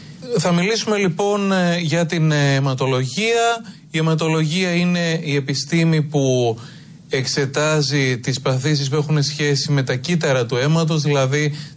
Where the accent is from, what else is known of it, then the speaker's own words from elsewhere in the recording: Thessaloniki, Central Macedonia, Greece; γεννήθηκα το 1984 στην πόλη της Θεσσαλονίκης, στην οποία μεγάλωσε